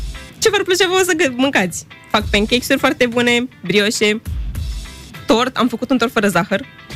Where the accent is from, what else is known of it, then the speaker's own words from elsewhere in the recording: Buzău, Buzău County, Romania; moved away as an adult; now in Bucharest, Romania; Din Buzău sunt, am 22 de ani și acum studiez masterul.